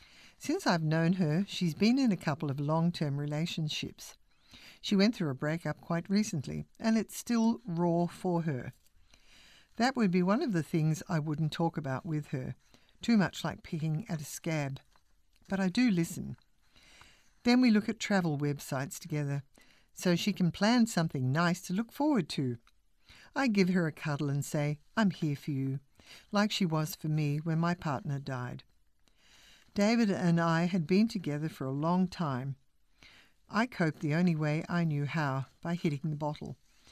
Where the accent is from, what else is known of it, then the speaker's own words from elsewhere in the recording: New South Wales, Australia; I'm from Kamilaroi in western New South Wales